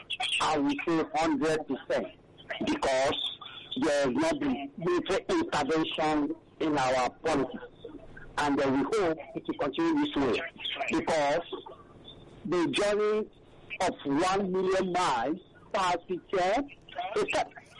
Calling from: Nigeria; I'm calling from Abang, Nigeria.

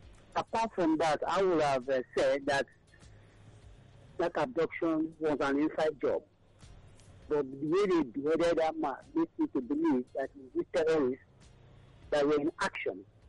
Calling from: Nigeria; I'm calling from Abanaja in Ikoton.

